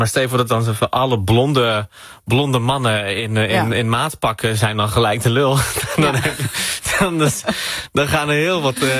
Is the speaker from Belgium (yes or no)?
no; Morocco; also born or lived in Netherlands; Toen denk je, maar ik ben ook Marokkaans. Ja. En ik ben Nederlander en ik ben het allebei.